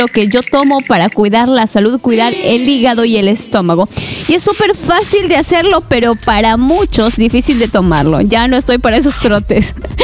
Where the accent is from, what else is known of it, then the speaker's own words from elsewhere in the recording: Peru; now in Colombia; Soy un peruano radicando aquí en Colombia con mi amada esposa Beatriz.